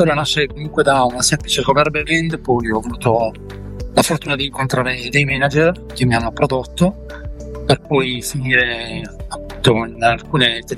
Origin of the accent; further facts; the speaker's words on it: Bari, Apulia, Italy; born there; moved away; perché comunque io sono nato a Bari, poi mi sono trasferito, sono venuto qui a nord